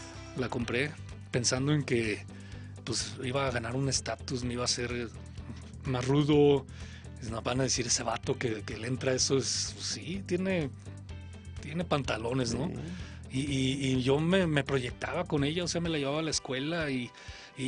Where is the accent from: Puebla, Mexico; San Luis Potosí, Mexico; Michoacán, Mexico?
Michoacán, Mexico; y luego de donde yo soy, pues sí estaba bien grueso, porque entré a una escuela donde ya había chavos de 13 años. En Michoacán, ¿verdad? En Michoacán.